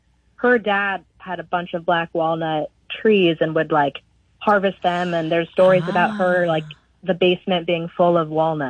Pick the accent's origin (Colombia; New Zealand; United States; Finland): United States; Ohio; We're both in our mid-30s, and we're both from the Midwest. She's from Iowa, and I'm from Ohio.